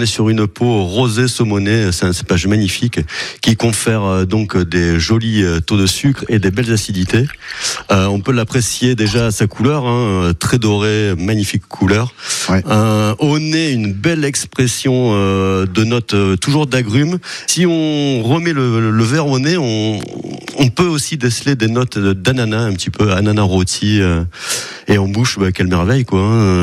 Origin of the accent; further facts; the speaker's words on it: France; on est français.